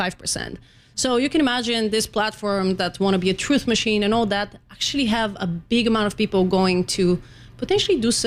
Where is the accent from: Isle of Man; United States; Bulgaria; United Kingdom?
Bulgaria; moved away; I'm from Bulgaria